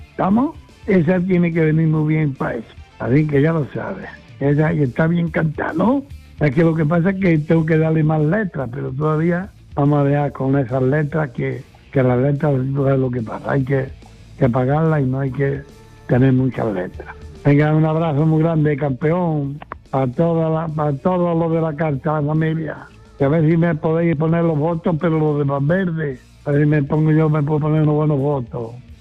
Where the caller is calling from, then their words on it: Padul, Andalusia, Spain; Buenas tardes … … de Padul.